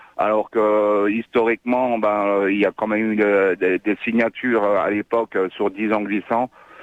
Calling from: New Caledonia; ça fait 17 ans que je suis en Calédonie

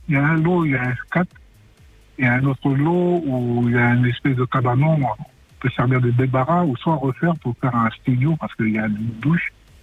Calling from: Nouméa, South Province, New Caledonia; je ne suis pas dans la côte Est, je suis à Nouméa.

